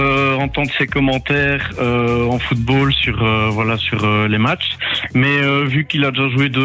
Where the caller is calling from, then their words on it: Wallonia, Belgium; Je suis un des Wallons qui supporte un club flamand.